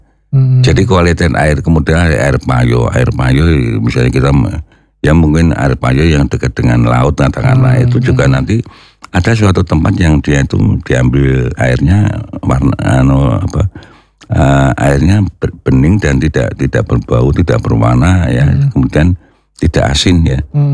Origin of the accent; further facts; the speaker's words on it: Purwokerto, Central Java, Indonesia; daerah saya kan di Mersi ya. Itu banyak sekali mengandung pasir.